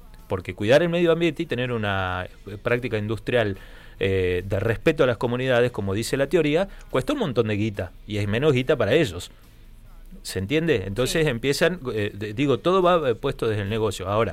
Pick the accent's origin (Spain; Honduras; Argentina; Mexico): Argentina; Santa Cruz; Vengo de Santa Cruz, el macizo del Deseado